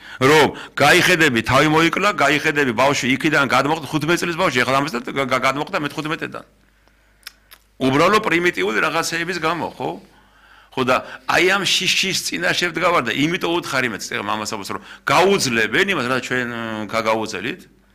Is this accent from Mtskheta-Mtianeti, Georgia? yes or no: yes; Mtskheta-Mtianeti, Georgia; მე ხევსური ვარ